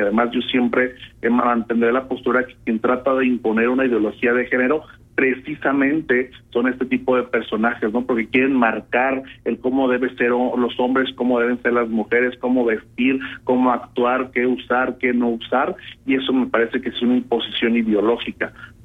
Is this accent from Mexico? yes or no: yes; Durango, Mexico; literalmente entrando a la ciudad de Durango, vengo de precisamente del Orgullo de la Ciudad de México, donde tuvimos la oportunidad de participar más de 50 duranguenses que estuvimos por allá.